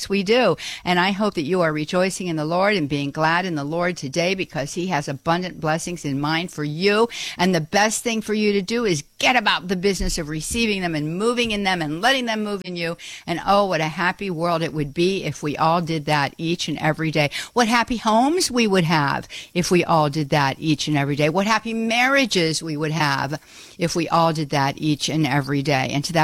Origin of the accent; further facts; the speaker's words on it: Pittsburgh, Pennsylvania, United States; accent: Pittsburgh; I cannot completely ditch my Pittsburgh accent. I never want to completely ditch my rootedness in the Steel City.